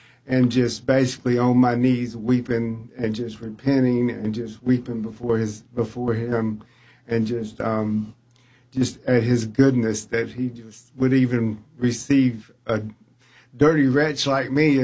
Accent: Augusta, Georgia, United States; I was born in Augusta, Georgia.

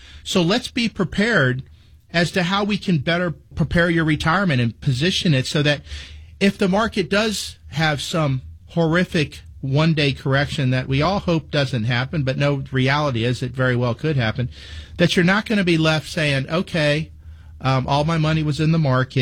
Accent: Palm Beach Gardens, Florida, United States; I grew up in Palm Beach Gardens, Florida.

